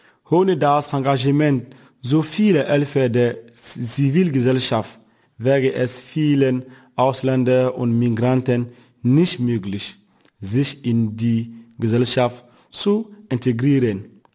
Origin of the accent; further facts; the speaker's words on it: Côte d’Ivoire; In jedem Fall will ich mein erworbenes Wissen für mein Heimatland Elfenbeinküste einsetzen. Ich konnte mir vorstellen, ein Brückenbauer zwischen Deutschland und der Elfenbeinküste zu sein.